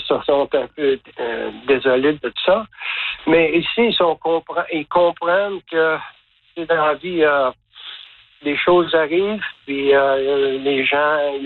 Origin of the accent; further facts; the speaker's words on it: Quebec, Canada; born there; now in British Columbia, Canada; Je suis né au Québec. Puis, mais ça fait depuis 1980 que je suis ici, en Colombie-Britannique.